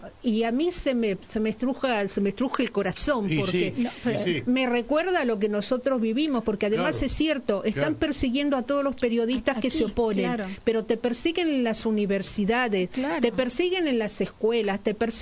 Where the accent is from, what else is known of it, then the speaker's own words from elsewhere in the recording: Argentina; Yo les contesto, no puedo. Yo soy ciudadana argentina.